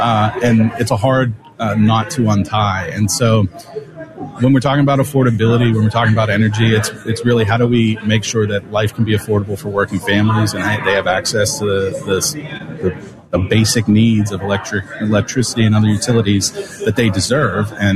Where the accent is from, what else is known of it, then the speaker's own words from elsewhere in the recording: Pennsylvania, United States; Yeah, I was born and raised in the Monongahela Valley, which was actually the center of the steel industry in the country and in the world for a long time.